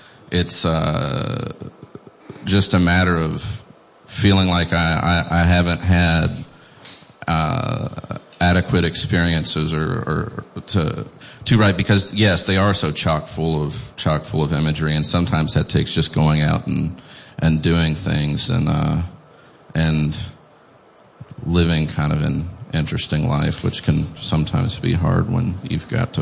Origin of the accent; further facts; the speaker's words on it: Lexington, Kentucky, United States; Well, I was born and raised in Lexington